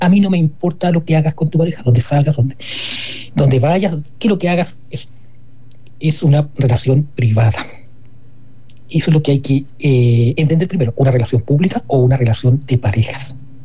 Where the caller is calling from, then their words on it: Chillán, Ñuble, Chile; Muy buenas noches desde Chillán, Chile